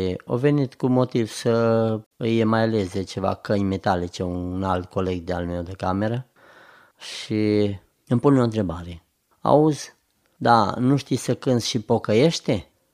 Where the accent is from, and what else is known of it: Bihor County, Romania; born there